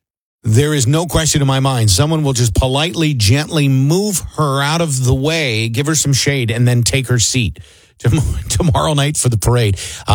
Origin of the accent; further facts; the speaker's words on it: Oroville, California, United States; I grew up in Oroville